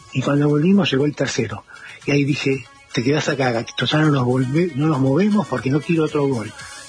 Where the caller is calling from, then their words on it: El Palomar, Buenos Aires Province, Argentina; desde El Palomar